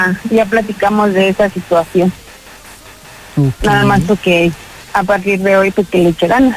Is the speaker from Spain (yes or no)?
no; Iztapalapa, Mexico City, Mexico